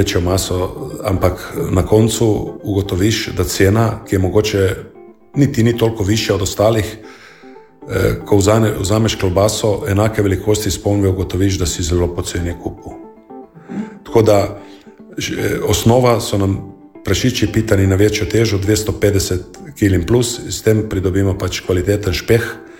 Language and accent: Slovenian; Kanal, Goriška, Slovenia; born or raised there